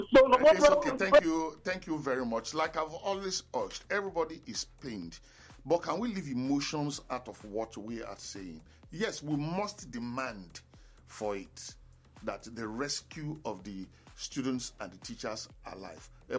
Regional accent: Nigeria; I'm feeling it too as a Nigerian

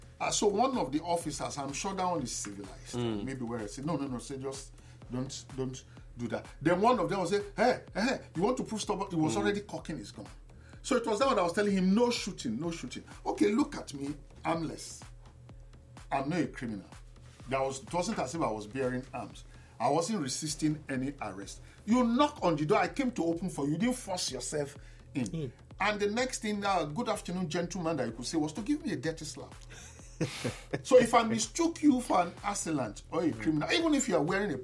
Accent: Nigeria; I'm a Nigerian.

